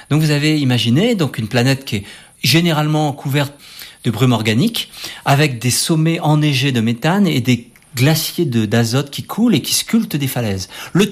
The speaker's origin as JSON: {"language": "French", "country": "France", "said": "c'était sympa en tant que Français de participer à cette mission."}